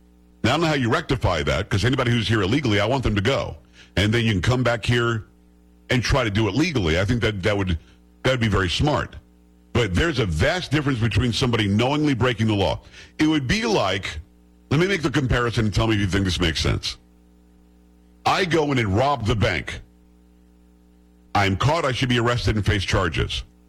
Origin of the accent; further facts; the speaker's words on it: Florida, United States; I grew up in South Florida, as I say all the time.